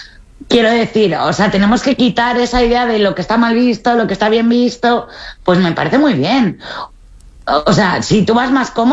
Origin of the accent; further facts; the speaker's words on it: Spain; Mi horterismo no lo veo tan hortera porque yo soy española